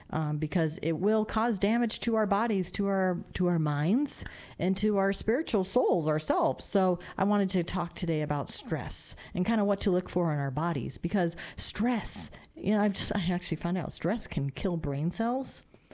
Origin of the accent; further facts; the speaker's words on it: Nevada, United States; now in New Mexico, United States; In my home state where I have family in Nevada, up by Reno, northern Nevada